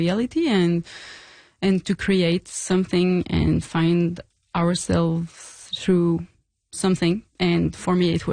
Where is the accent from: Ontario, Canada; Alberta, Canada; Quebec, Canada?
Quebec, Canada; now in Montreal, Canada; I'm from Gaspésie, which oh, yeah. is pretty far from Montreal, but I'm living in Montreal since like 10 years.